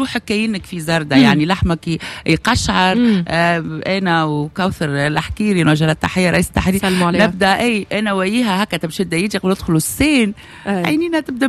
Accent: Tunisia; born there; أنا أصلي كفية صحيح مولودة في تونس مي أصلي كفية

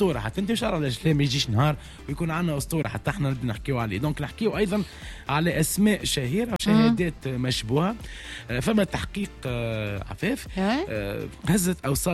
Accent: Tunisia; موجودة عندنا في تونس

